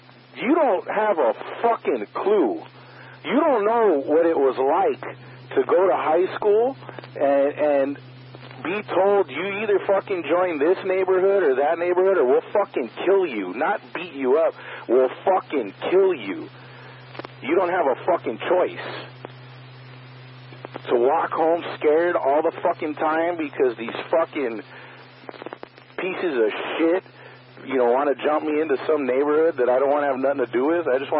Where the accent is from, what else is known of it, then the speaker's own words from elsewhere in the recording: Los Angeles, California, United States; I grew up in Lincoln Heights in East L.A. Yeah, I ran around Chinatown and shit. I grew up in the hood. And I went to fucking fucked up schools.